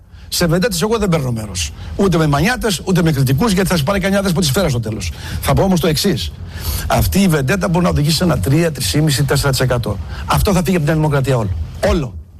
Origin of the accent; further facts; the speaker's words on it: Greece; Εγώ ούτε δεξιός είμαι ούτε ψευτό αριστερός. Εγώ είμαι Έλληνας πατριώτης.